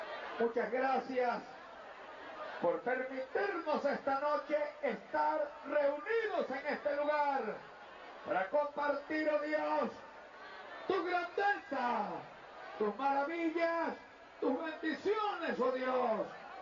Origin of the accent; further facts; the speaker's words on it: Altagracia de Orituco, Guárico, Venezuela; A la edad de 14 años, en mi pueblo natal, la ciudad de Altagracia de Olituco, en el estado Guárico